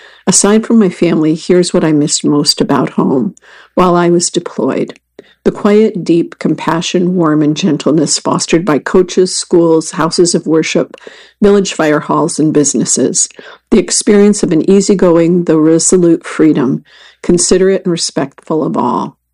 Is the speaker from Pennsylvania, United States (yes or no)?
no; Owensboro, Kentucky, United States; Owensburg, Kentucky. There's a landmark in my hometown, Owensburg, Kentucky, Wonder Whip, a 1950s-era hamburg and ice cream stand.